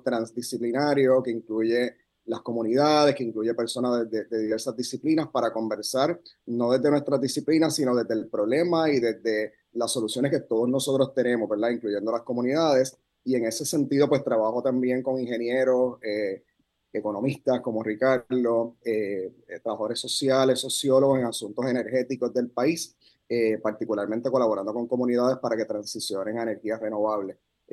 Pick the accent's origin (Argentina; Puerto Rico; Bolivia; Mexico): Puerto Rico; hombre negro, puertorriqueño, puertorriqueño y panameño, que es algo que mucha gente no sabe. Mi papá, mi abuelita son panameños.